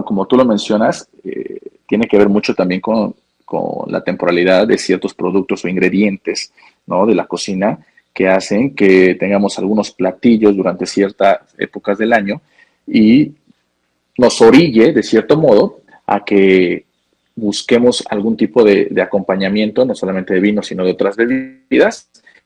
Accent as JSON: {"language": "Spanish", "region": "Puebla", "country": "Mexico", "said": "yo como poblano"}